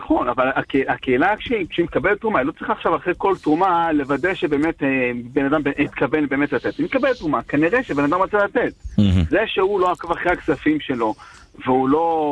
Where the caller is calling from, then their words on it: Elad, Central District, Israel; אני מאלעד.